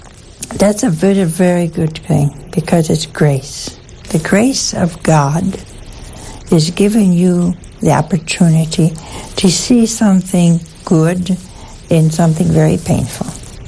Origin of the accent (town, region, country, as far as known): Ohio, United States; born or raised there; moved away